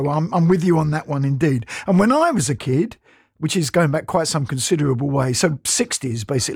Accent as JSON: {"language": "English", "region": "London", "country": "United Kingdom", "tie": "born or raised there", "said": "I grew up in Northwest London"}